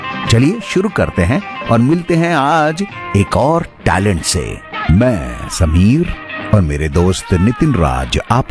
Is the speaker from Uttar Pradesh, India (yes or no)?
yes; Kanpur, Uttar Pradesh, India; born there; मैं भी कानपुर का ही निवासी हूं। मेरा जन्म भी कानपुर में हुआ।